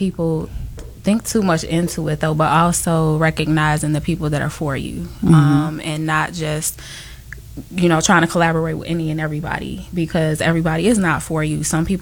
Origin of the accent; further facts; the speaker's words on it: Chicago, Illinois, United States; So I am from Chicago.